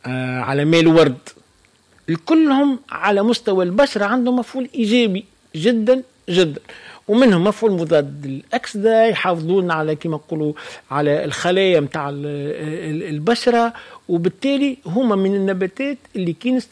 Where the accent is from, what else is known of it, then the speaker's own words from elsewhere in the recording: Tunisia; وعندنا في تونس